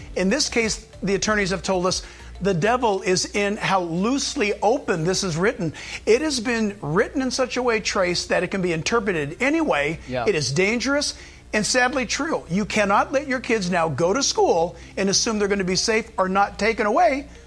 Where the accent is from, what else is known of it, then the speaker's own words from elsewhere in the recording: California, United States; Listen, born and raised in California, fought for this state. I'll fight for this state.